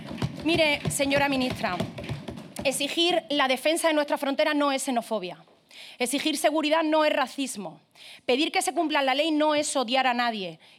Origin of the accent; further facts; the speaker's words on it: Melilla, Spain; Ceuta, junto con mi tierra, Melilla, es una ciudad ejemplo de convivencia. Una tierra donde cristianos, musulmanes, judíos e hindúes llevamos generaciones compartiendo calles, colegios, espacios públicos, comercio y vida cotidiana.